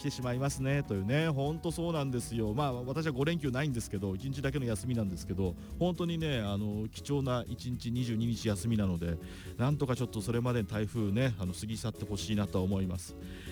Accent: Sano, Tochigi, Japan; moved away as an adult; now in Mito, Japan; 水戸に来たのが99年なんですよ。18歳まで、ふるさとの栃木県佐野市で生活して、大学の木にねこっちに来て、それが99年だったんですよ。

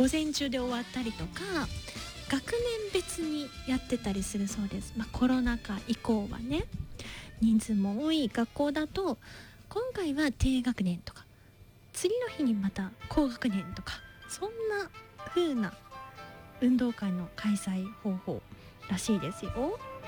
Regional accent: Tokushima, Japan; 私徳島ですが

